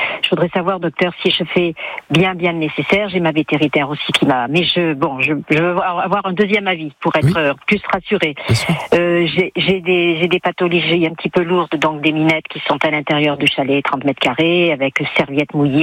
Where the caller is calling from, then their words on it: Beaumont-lès-Valence, Auvergne-Rhône-Alpes, France; j'habite sur Beaumont-les-Vadances.